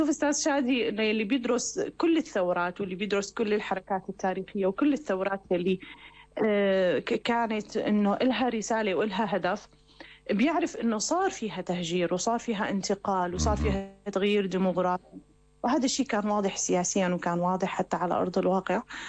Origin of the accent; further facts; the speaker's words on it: Damascus, Damascus Governorate, Syria; نعم نعم في دوما تحديدا، يعني سبحان الله أنا بنت الشام بنت الميدان، لكن قبل